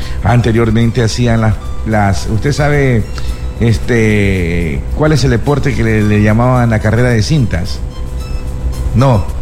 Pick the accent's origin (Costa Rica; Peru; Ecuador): Ecuador; Guayaquil, Guayas; Lo digo porque pues yo soy guayaquileño